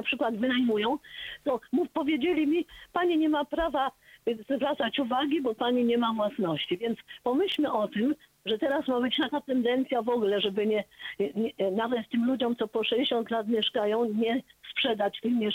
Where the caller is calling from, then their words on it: Warsaw, Masovian Voivodeship, Poland; ja mieszkam w bardzo dobrym miejscu, na Saskiej Kępie. Przeniosłam się kiedyś 57 lat temu ze Śródmieścia